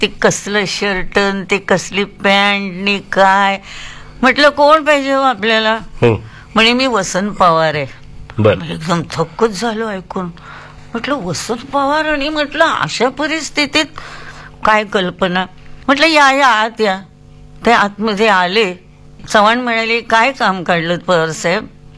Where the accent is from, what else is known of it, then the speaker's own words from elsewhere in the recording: Kolhapur, Maharashtra, India; मी आहे कोल्हापूरची.